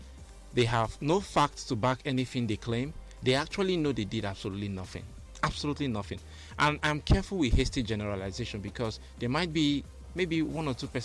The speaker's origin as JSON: {"language": "English", "region": "Northern Nigeria", "country": "Nigeria", "tie": "born or raised there", "moved": "yes", "said": "I grew up in the North for 16 years. My Hausa is even stronger than my Igbo."}